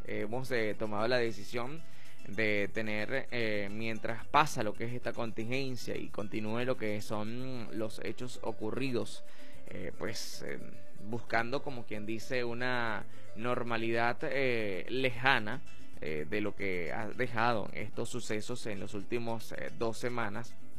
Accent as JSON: {"language": "Spanish", "country": "Venezuela"}